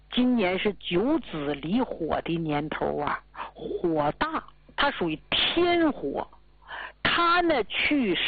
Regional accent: Northeast China, China; 咱们东北人不知道吗？

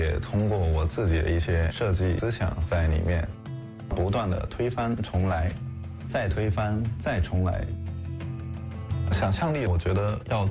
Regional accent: Quanzhou, Fujian, China

